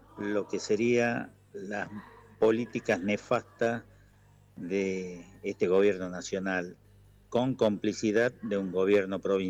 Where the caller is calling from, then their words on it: Tucumán, Argentina; de Tucumán. Estoy, digamos, actualmente trabajando desde el Consejo Provincial de Adultos Mayores acá en Tucumán